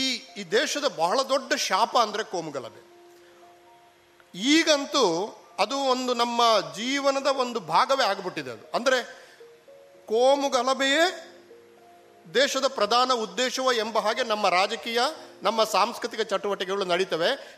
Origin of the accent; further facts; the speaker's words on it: Dakshina Kannada district, Karnataka, India; moved away as an adult; now in Delhi, India; ನನ್ನ ಜಿಲ್ಲೆಗೆ ನಾನು ಕೊಡಬಹುದಾದಂಥ ಬಹಳ ದೊಡ್ಡ ಕೊಡುಗೆ ಇದೆ, ಇಷ್ಟಾದರೂ ನಾನು ಕೊಡಬೇಕಲ್ಲ ಅಂತ ಅಂದುಕೊಂಡು ನಾನು ಡೆಲ್ಲಿಯಿಂದ ಬಂದಿದ್ದೇನೆ.